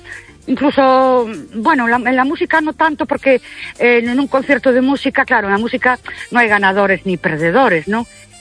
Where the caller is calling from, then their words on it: Ourense, Galicia, Spain; de Ourense